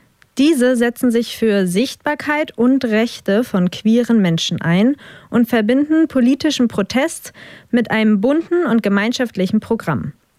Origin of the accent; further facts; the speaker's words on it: Khabarovsk, Khabarovsk Krai, Russia; Wir kommen eigentlich ursprünglich aus Khabarovsk.